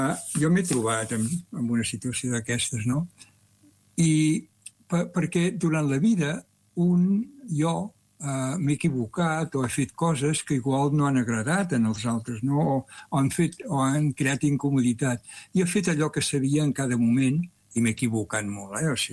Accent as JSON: {"language": "Catalan", "town": "Argentona", "region": "Catalonia", "country": "Spain", "also_born_or_lived": "Mataró", "moved": "as an adult", "said": "Si jo estigués a Argentona, el meu poble, o Mataró, la ciutat en la que he estat els últims 40 anys"}